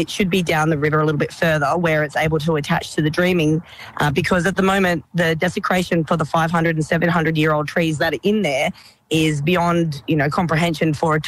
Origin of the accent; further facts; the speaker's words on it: Kalgoorlie, Western Australia, Australia; also born or lived in Perth; I was born on Gadigal country, taken back home to Kalgoorlie and into Perth, and grew up over those ways until I came over here recently about 9-10 years ago.